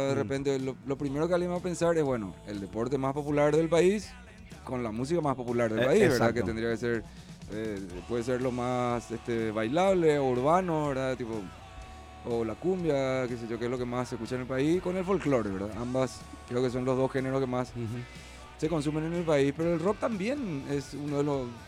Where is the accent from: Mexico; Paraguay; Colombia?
Paraguay; somos ni paraguayos